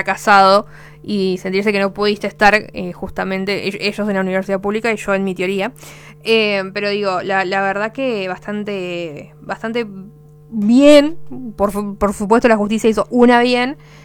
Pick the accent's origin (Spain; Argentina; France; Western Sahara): Argentina